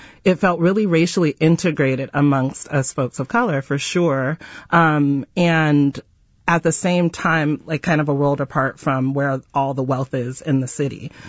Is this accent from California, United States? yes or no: yes; Sacramento, California, United States; born or raised there; also born or lived in Fresno / Bakersfield